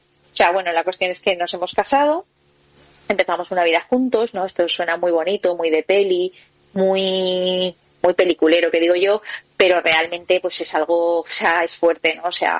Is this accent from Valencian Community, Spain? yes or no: yes; Valencia, Valencian Community, Spain; yo soy de Valencia